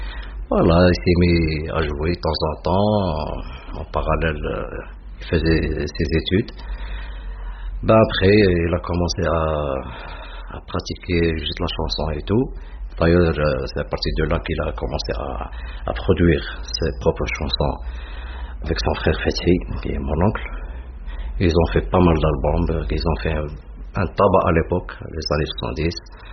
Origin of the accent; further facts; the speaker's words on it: Tlemcen, Tlemcen Province, Algeria; Là, actuellement, on est à Tlemcen, ma ville natale, celle de mon père et des grands-pères. Tlemcen, voilà, c'est en fait la frontière du Maroc.